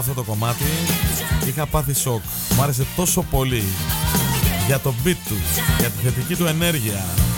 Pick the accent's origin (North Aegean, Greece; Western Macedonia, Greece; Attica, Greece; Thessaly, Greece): North Aegean, Greece; Plomari; born there; moved away; Και στο δικό μου, στο Πλωμάρι, τα ίδια λένε.